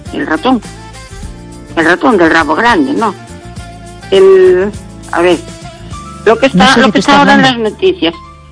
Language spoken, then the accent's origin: Spanish; Pontevedra, Galicia, Spain; Buenas noches … de Pontevedra.